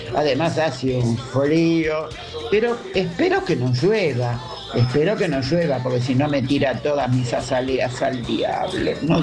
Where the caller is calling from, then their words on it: Buenos Aires, Argentina; aquí en Versalles está el cielo bastante negrito